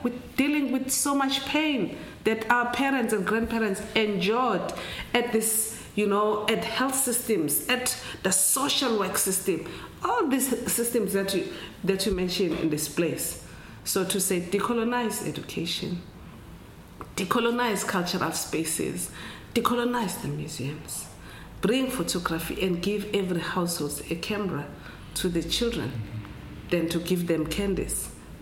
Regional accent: South Africa; first language Zulu; English is a second language; I have to transfer it into my mother tongue, which is Zulu, before I get back to you

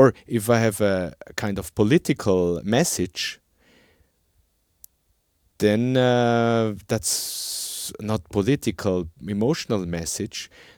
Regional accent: Austria; English is a second language; if it's my home country

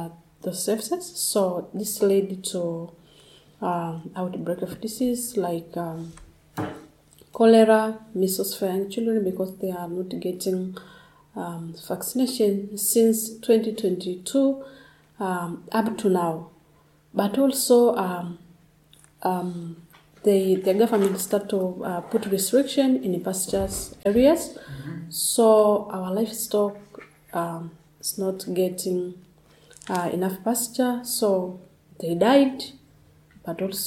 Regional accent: Tanzania; from Tanzania, northern part.

